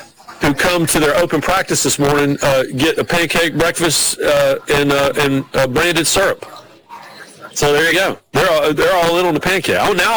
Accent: North Carolina, United States; now in South Carolina, United States; I moved from Raleigh down to South Carolina, and we're big barbecue people. I grew up on Eastern North Carolina barbecue.

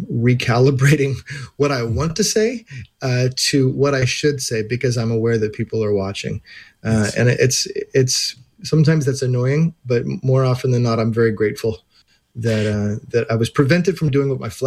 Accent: Pittsburgh, Pennsylvania, United States; moved away as an adult; I was a little chilly after 17 years in Pittsburgh.

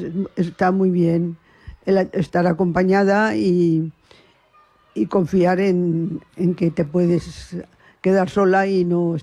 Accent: Aras de los Olmos, Valencian Community, Spain; now in Valencia, Spain; soy de Aras de los Olmos, un pueblo que está a 97 kilómetros de Valencia.

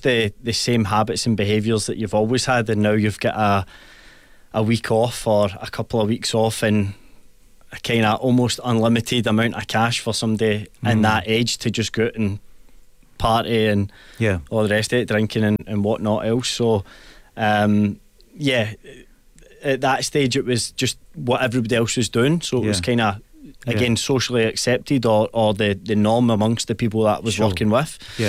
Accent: Cumbernauld, Scotland, United Kingdom; now in Busselton, Australia; Cumbernauld holds a lot of fond memories for myself growing up there, you know, childhood memories and things like that.

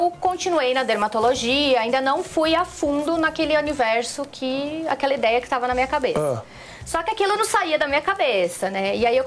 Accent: São Paulo, Brazil; Sou aqui de São Paulo. Fiz faculdade aqui em São Paulo. Tudo por aqui.

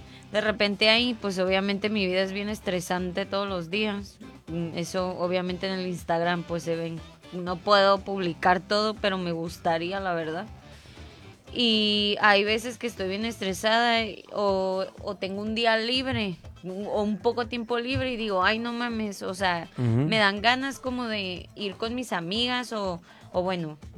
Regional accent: Mexico; moved away as an adult; now in Barcelona, Spain; esta es mexicana

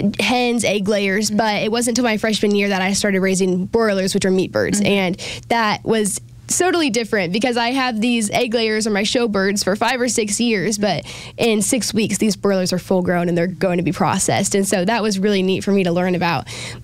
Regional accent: Bolivar, Missouri, United States; I was born and raised on my family's farm down in southwest Missouri. I'm originally from Bolivar, and growing up, we ran a dairy farm. I loved growing up on a dairy farm.

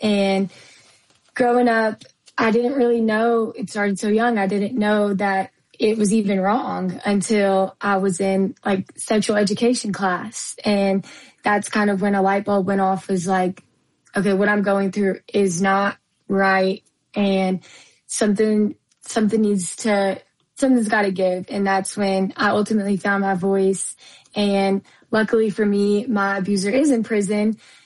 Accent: Owensboro, Kentucky, United States; Yes, so born and raised in Kentucky, and, you know, growing up, childhood was good.

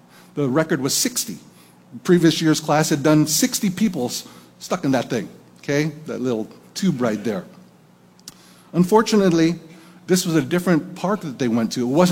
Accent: Napa, California, United States; moved away; back to Napa, California, my hometown.

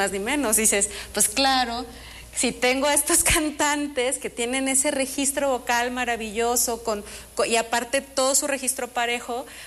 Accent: Sinaloa, Mexico; born there; Yo nací en Sinaloa, pero ya soy muy, muy michoacana.

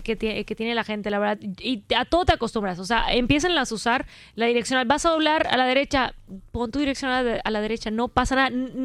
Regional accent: Mérida, Yucatán, Mexico; born there; nosotros como yucatecos, o sea, de toda la vida

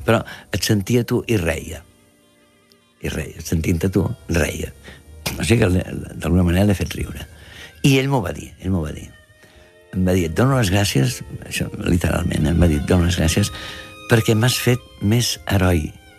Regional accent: Catalonia, Spain

